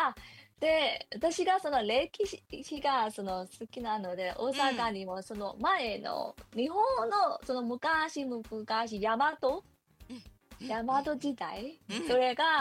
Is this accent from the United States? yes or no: no; Myanmar; Japanese is a second language; moved away as an adult; now in Osaka, Japan